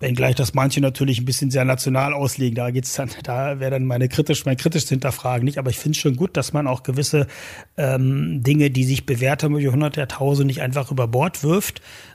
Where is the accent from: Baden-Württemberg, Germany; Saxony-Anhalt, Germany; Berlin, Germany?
Saxony-Anhalt, Germany; Also prinzipiell wohne ich sehr, sehr gerne hier. Ich bin ja in der Altmark geboren und groß geworden.